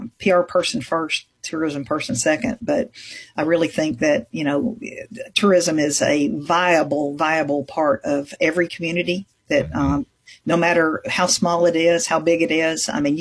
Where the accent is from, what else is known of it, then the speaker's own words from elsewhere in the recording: Sheffield, Alabama, United States; My hometown, Sheffield, Alabama, is part of another one of the cities there is called Muscle Shoals.